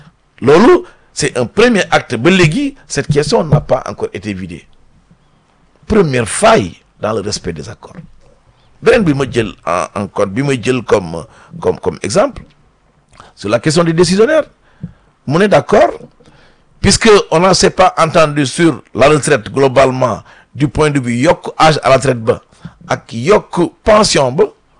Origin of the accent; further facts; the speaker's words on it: Senegal; que en tant que sénégalais simplement qu'il puisse jouir d'un minimum mais de considération de la part de son état.